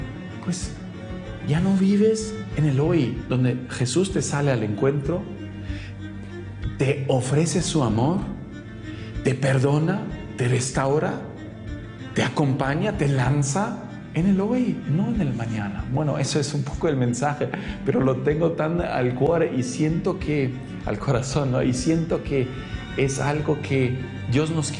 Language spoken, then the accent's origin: Spanish; Italy; first language German; Spanish is a second language; soy italiano, de habla alemana